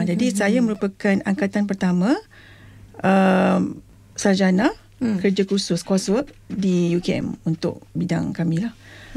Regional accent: Johor Bahru, Johor, Malaysia; also born or lived in Singapore; Jadi waktu itu arwah ayah saya belajar di Singapura. Jadi saya dilahirkan di Singapura. Kemudian kita berpindah ke Johor Bahru sebab ayah dah habis belajar dan bekerja di Johor Bahru.

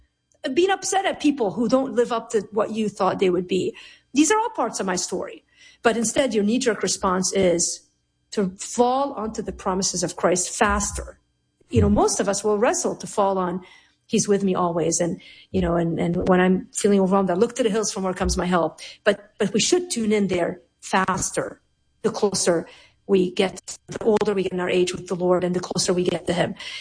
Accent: Lebanon; now in United States; Like, I'm Lebanese. I grew up in Lebanon. And this is the essence of the American dream.

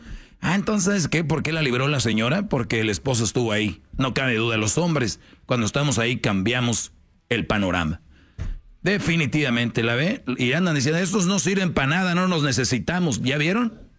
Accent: Spain; yo soy español.

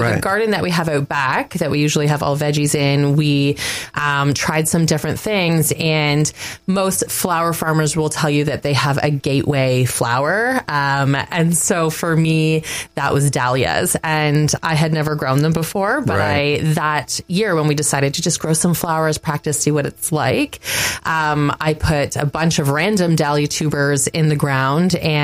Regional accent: Haliburton, Ontario, Canada; I was born and raised here in Halliburton and lived on a beautiful farm on Ritchie Falls Road

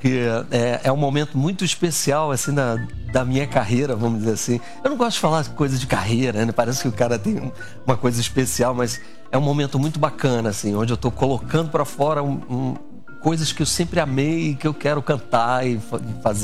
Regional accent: Brasília, Federal District, Brazil; moved away; also born or lived in Rio de Janeiro; Foi em Brasília que o meu pai foi transferido para lá, nós somos cariocas que foram morar lá. E eu amei ter crescido em Brasília.

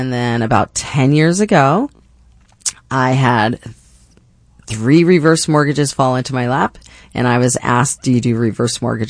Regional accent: Phoenix, Arizona, United States; Well, I'm actually a Phoenician. I'm from here.

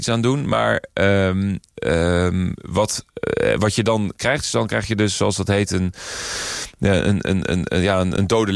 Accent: Rotterdam, South Holland, Netherlands; Wij komen uit Rotterdam.

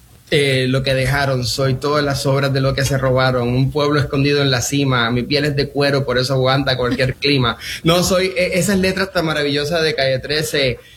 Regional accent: Vega Alta, Puerto Rico; moved away; mi pueblo natal, Vega Alta, del cual estoy extremadamente orgulloso de haber crecido ahí.

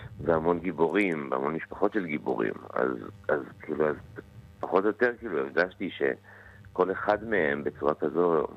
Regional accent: Hosen, Northern District, Israel; הבית שגדלתי בו במושב בגליל

